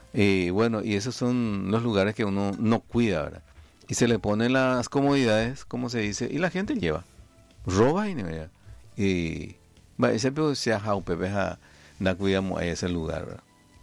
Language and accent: Spanish; Paraguay; Porque así somos los paraguayos